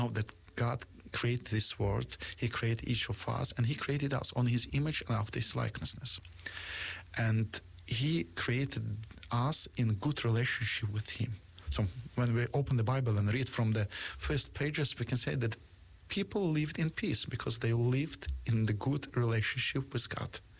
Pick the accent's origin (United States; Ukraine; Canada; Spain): Ukraine; English is a second language; now in Australia; I learned English back in Ukraine when I was in the school. I started from the very beginning, and then during university studies and seminary studies, we have English, so that wasn't something new for me. So when I came to Australia